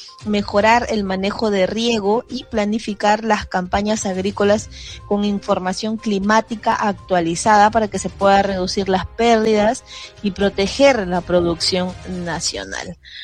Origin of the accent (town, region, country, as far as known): Peru